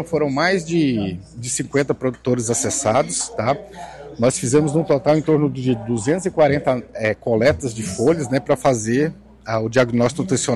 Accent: Goiás, Brazil; moved away as an adult; now in Roraima, Brazil; Você é minha terceira safra aqui, eu sou de Goiás, mas já tenho uma filha que nasceu aqui e tem mais outro agora que está para vir

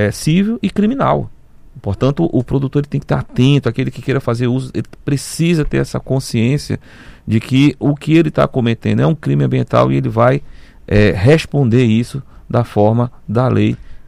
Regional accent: Roraima, Brazil; Sou roraimense aqui, Macuxi. E eu estava entrando na faculdade, na UFRR.

